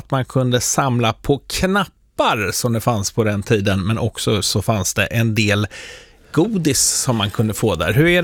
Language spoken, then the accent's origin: Swedish; Danderyd, Stockholm County, Sweden; När jag var liten så växte jag upp ganska nära ett köpcentrum som på den tiden hette Mörbycentrum norr om Stockholm.